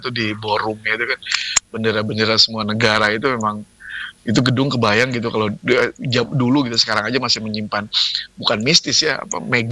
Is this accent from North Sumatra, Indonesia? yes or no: no; Bandung, West Java, Indonesia; saya juga sebagai orang Bandung